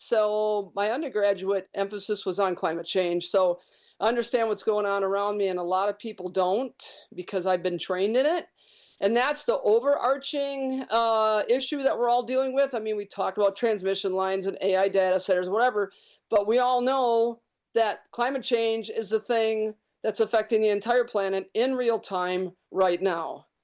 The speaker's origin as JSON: {"language": "English", "town": "Beaver Dam", "region": "Wisconsin", "country": "United States", "tie": "born or raised there", "moved": "as an adult", "lives_now": "Viola, United States", "said": "That's a birth bog. Mine was Beaver Dam."}